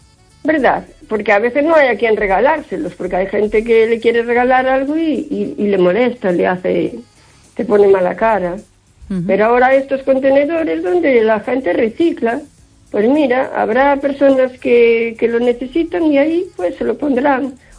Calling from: O Carballiño, Galicia, Spain; de Carballiño.

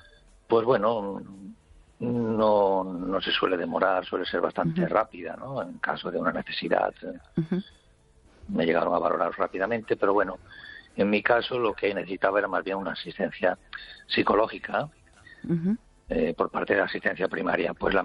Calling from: Barcelona, Catalonia, Spain; Te llamo desde Barcelona.

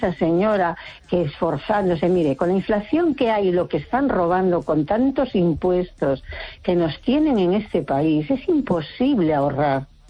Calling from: Vigo, Galicia, Spain

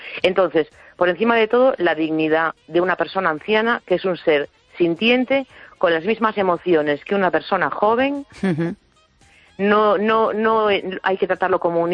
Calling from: A Coruña, Galicia, Spain; de La Coruña.

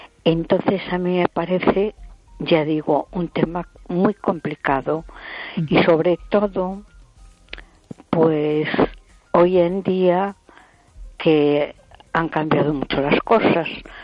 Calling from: A Coruña, Galicia, Spain; de Coruña.

